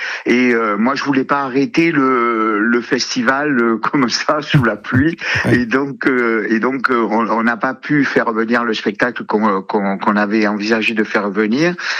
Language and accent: French; Southern France, France; accent: southern; moi j'ai vraiment un accent, je suis d'ici, je suis du sud